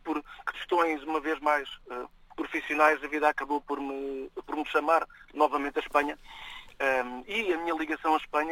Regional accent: Évora district, Alentejo, Portugal; moved away as an adult; also born or lived in Lisbon; now in Spain; eu nasci em Lisboa, mas em miúdo, na infância, fui viver para o Alentejo, para o distrito de Évora.

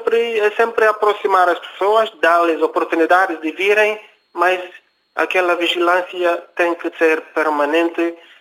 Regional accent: Guinea-Bissau; Quando da nossa infância na Guiné, eu com ele, era um amigo, era um colega, mas também era um amigo que me apreciava muito.

